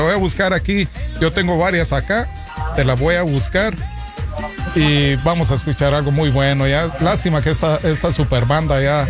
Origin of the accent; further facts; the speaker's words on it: Guatemala; somos guatemaltecos